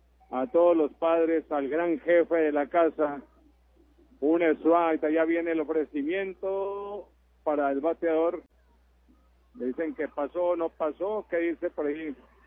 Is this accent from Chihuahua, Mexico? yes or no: yes; Cuauhtémoc, Chihuahua, Mexico; Oiga, Martín, yo soy de Cuauhtémoc. Soy de Cuauhtémoc.